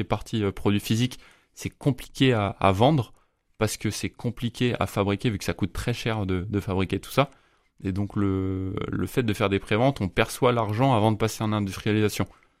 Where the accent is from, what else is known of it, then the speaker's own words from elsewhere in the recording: Brittany, France; j'ai grandi dans les Côtes d'Armor et maintenant j'ai fait mes études en Ille-et-Vilaine, enfin à Rennes.